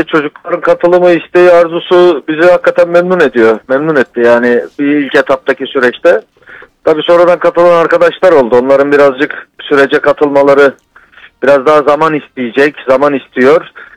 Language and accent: Turkish; Adana, Turkey; Adana benim memleketim.